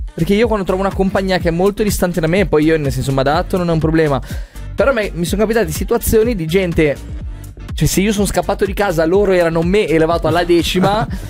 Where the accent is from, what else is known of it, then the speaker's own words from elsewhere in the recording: Genoa, Liguria, Italy; io sono genovese, okay. E si dice che noi genovesi siamo tirchi, braccini corti.